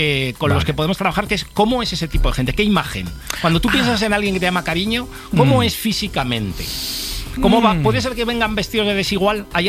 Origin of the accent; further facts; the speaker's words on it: Madrid, Community of Madrid, Spain; O sea, yo soy madrileño, pero poco sociable.